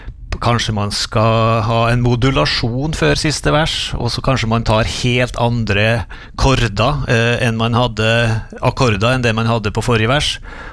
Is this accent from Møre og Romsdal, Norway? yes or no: yes; Tingvoll, Møre og Romsdal, Norway; på Tingvoll, der jeg vokste opp.